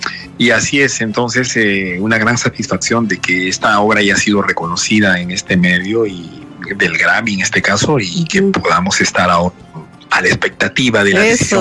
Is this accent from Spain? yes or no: no; Peru; moved away as an adult; now in Europe; pero yo me fui del Perú en el año 2000, no, perdón, en 1997, ya hace 29 años me fui del Perú para seguir estudios de especialización en Europa.